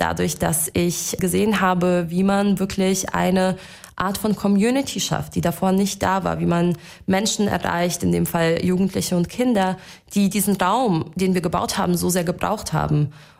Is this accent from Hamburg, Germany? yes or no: no; Baden-Baden, Baden-Württemberg, Germany; Meine Heimatgemeinde in Baden-Baden, damit verbinde ich vor allem die Erinnerung.